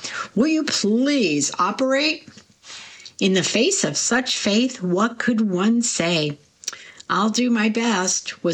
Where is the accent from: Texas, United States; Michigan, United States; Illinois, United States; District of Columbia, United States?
Michigan, United States; Detroit; since I was growing up in Detroit's inner city.